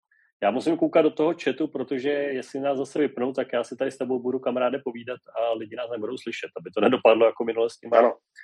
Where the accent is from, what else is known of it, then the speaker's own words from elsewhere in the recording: Český Krumlov, South Bohemian Region, Czechia; moved away; my s Vojtou jsme sice oba z Českého Krumlova, ale každý se nacházíme jinde teď a docela daleko od sebe